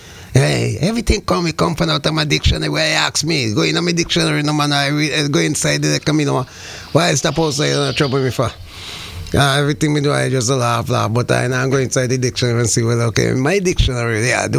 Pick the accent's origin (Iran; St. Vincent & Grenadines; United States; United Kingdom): St. Vincent & Grenadines; moved away; my hometown, St. Vincent, the Grenadines